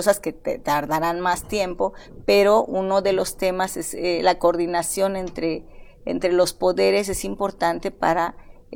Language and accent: Spanish; Guerrero, Mexico; Fuimos desplazados por la violencia y yo me crié en Tierra Caliente, en la Tierra Caliente.